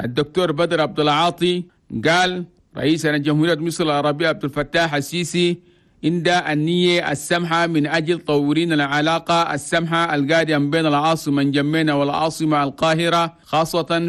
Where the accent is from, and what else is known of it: Chad